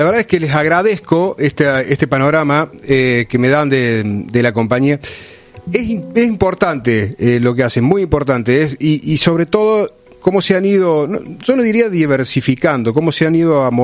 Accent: Oliva, Córdoba, Argentina; also born or lived in Villa María; Yo también soy nacido en Villa María. Y sí, pero dos o tres días nada más. Después me fui a vivir al pueblo, donde a la ciudad donde me crié, a Oliva.

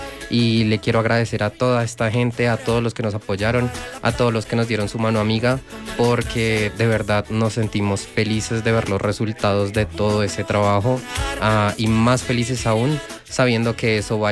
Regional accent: Boyacá, Colombia; gracias Duitama, gracias Boyacá, gracias a mi tierra, porque me recordaron por qué la gente es bonita, me recordaron por qué es tan gratificante ser boyacense.

